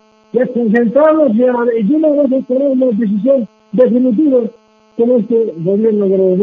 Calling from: El Alto, La Paz, Bolivia; Estoy llamando de La Paz

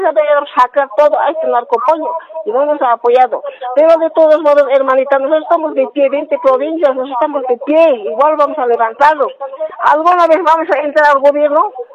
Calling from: La Paz, Bolivia; Estoy llamando de La Paz, de Ciudad de La Paz.

